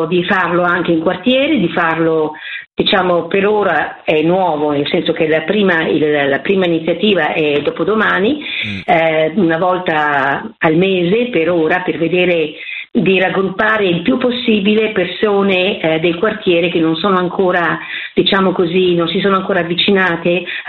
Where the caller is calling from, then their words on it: Bergamo, Lombardy, Italy; sono dell'Ampi di Bergamo